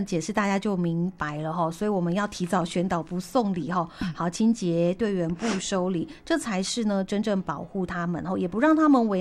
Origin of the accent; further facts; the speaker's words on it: Taiwan; 因为是我们台湾人的这个人情味跟心意哈